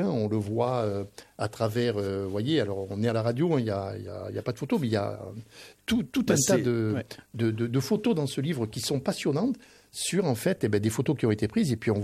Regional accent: Bergerac, Nouvelle-Aquitaine, France; Et je me souviens, moi, quand j'étais gamin, à l'école à Bergerac

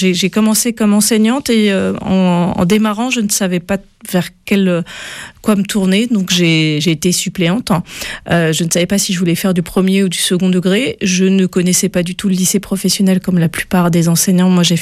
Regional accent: Brest, Brittany, France; moved away as an adult; also born or lived in Nantes; now in Paris, France; je suis originaire de Brest.

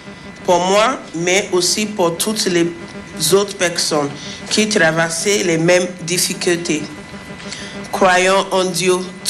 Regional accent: Nigeria; moved away; J'ai 31 ans, je viens du Nigeria.

